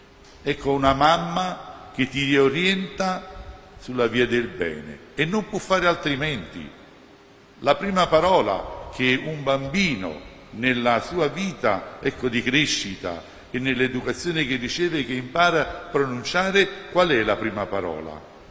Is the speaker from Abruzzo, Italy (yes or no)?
no; Campania, Italy; almeno dalle nostre parti, anche nel napoletano